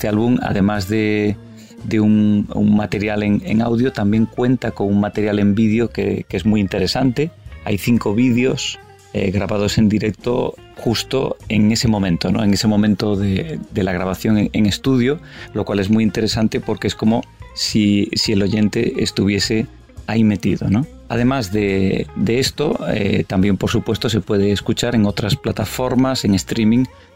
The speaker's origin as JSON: {"language": "Spanish", "town": "Vigo", "region": "Galicia", "country": "Spain", "tie": "born or raised there", "said": "la ciudad de Vigo, que es mi ciudad natal."}